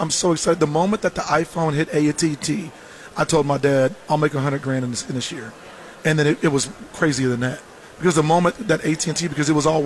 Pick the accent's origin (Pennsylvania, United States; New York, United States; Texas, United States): Texas, United States; Bangs; I grew up in Bangs, Texas. 1,100 people counting sheep.